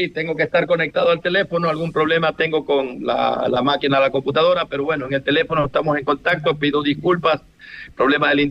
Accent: Manta, Manabí, Ecuador; pocos manabistas hemos tenido la suerte de hacerlo. Soy el único de Manta, creo que somos dos en la provincia con el señor Bellatini

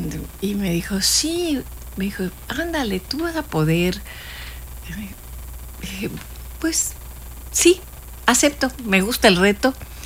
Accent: Mérida, Yucatán, Mexico; now in Cancún, Mexico; yo soy originaria de Mérida, solamente he vivido, hace un momento lo comentaba, soy peninsular 100% porque solo he vivido en la península, llevo en Cancún 50 años.

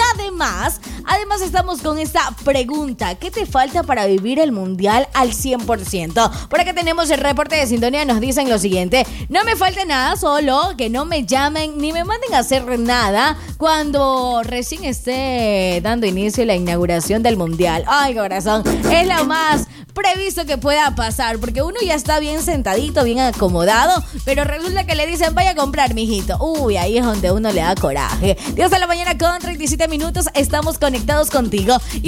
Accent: Ecuador; somos buenos ecuatorianos

